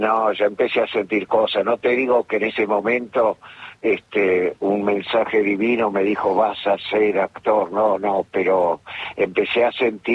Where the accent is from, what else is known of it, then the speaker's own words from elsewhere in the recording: Buenos Aires, Argentina; Nací en el barrio de Versalles